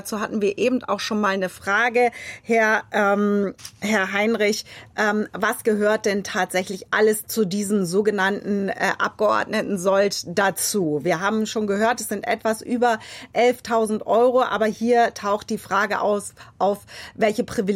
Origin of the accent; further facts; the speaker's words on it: Verden, Lower Saxony, Germany; aus Verden an der Aller, mir sehr nahe, meine Heimatstadt.